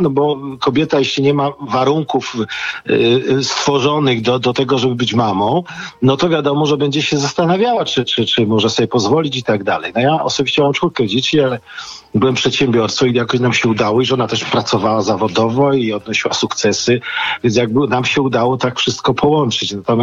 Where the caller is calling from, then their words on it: Kraków, Lesser Poland, Poland; z Krakowa